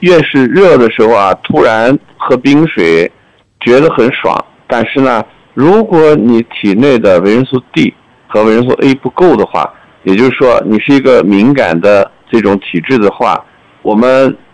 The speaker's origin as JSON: {"language": "Chinese", "country": "China", "said": "我们中国人的传统也是一样"}